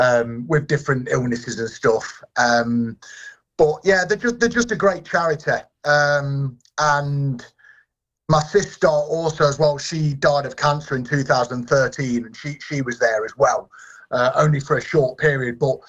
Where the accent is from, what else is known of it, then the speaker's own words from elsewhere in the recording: Loughborough, East Midlands, United Kingdom; let's walk from Loughborough, my hometown, to Skegness.